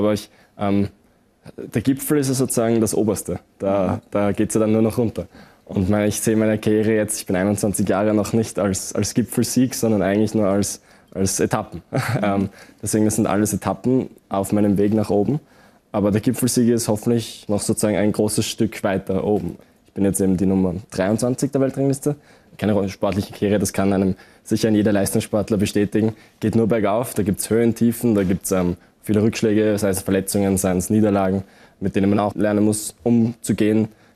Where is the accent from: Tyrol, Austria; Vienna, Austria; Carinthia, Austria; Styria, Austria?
Tyrol, Austria; accent: Viennese; Also ich bin auch in Tirol aufgewachsen. Ich habe leider den Wiener Akzent angenommen, aber fühle mich trotzdem auch hier sehr, sehr zu Hause.